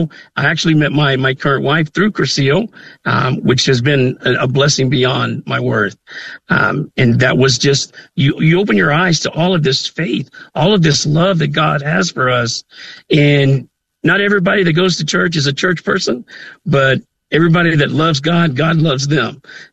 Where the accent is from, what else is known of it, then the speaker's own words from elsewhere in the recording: the South, United States; I grew up on wrestling in the South.